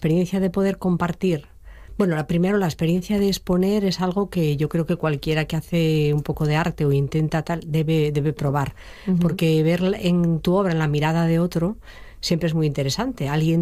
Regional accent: Cangas del Narcea, Asturias, Spain; Yo soy de Cangas del Narcea, de un, uh-huh, pueblo que se llama Visullo.

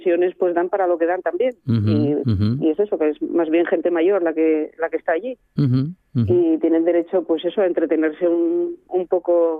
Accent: Arriondas, Asturias, Spain; nosotros, por ejemplo, que somos de Arriondas

